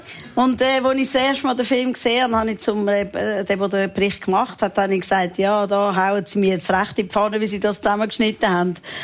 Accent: Switzerland; Ich bin Schweizerin.

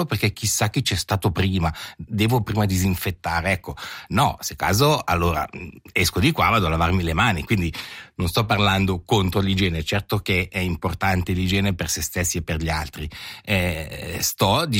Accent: Ponto Valentino, Ticino, Switzerland; Sono nato e cresciuto in Val di Blenio, a Ponto Valentino, oggi comune di Acquarossa

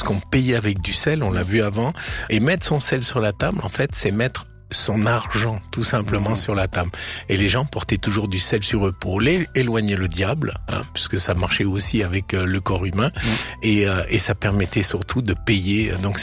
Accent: Provence-Alpes-Côte d'Azur, France; C'est que moi je viens de Camargue, comme mon accent l'indique, et mes parents avaient un restaurant en Camargue

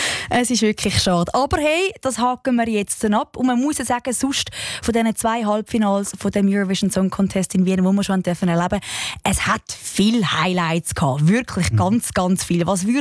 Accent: Switzerland; Wie fest tut es noch weh, dass wir als Schweizer heute Abend beim grossen Finale eben nicht vertreten sind?

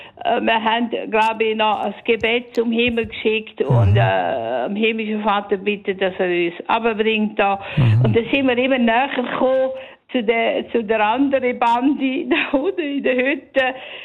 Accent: Graubünden, Switzerland; Ich bin im Engadin aufgewachsen, gross geworden

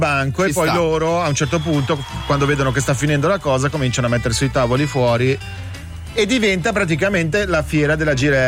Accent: Claro, Ticino, Switzerland; Io vengo da Claro e a Claro c'è la festa dell'Accademia

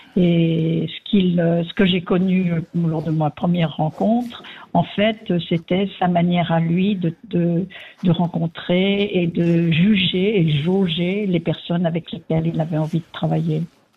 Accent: France; now in Rome, Italy; Je suis française, je vis à Rome, et j'ai vécu à Paris, j'ai vécu dans d'autres capitales du monde.

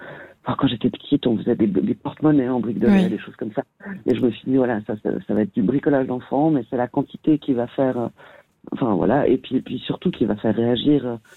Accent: Geneva, Switzerland; je suis genevoise et toujours vécu à Genève

